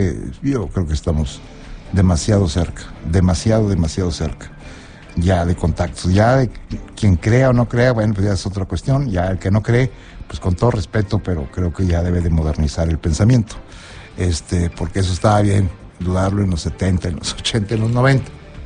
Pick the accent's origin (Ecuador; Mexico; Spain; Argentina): Mexico; Nuevo León; Yo soy de Nuevo León. Pregúntenme a mí. Yo vivo en Nuevo León.